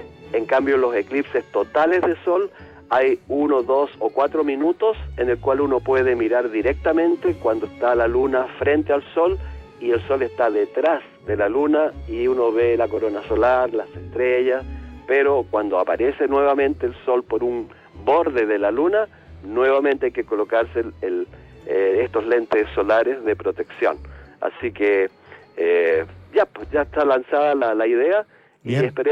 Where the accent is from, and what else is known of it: Rengo, O'Higgins, Chile; born or raised there